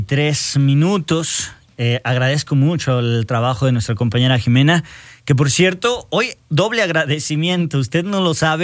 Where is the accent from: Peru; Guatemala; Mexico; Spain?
Mexico; Ojuelos de Jalisco, Jalisco; now in Aguascalientes, Mexico; Me fui a mi tierra. Me fui a Ojuelos.